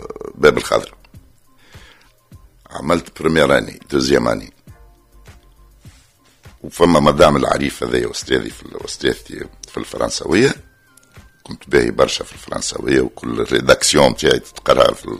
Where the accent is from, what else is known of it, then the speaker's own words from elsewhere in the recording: Tunis, Tunis Governorate, Tunisia; also born or lived in Béja; أنا من مواليد 1957، حليت عينيا في تونس، أما تولدت في باجة، معناتها أمي مشات ولدتني غادي ورجعت، معناتها الدار اللي نتفكرها الأولى معناتها كانت في باب سعدون زنقة بو كمشة